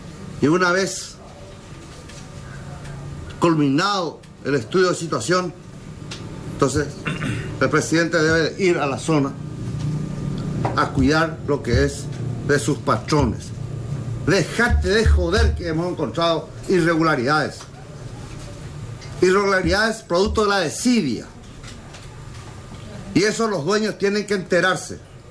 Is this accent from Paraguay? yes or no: yes; Paraguay; Me honré como paraguayo